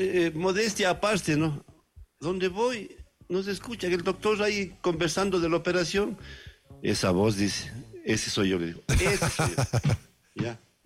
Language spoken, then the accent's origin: Spanish; Ecuador; Pero así somos los ecuatorianos.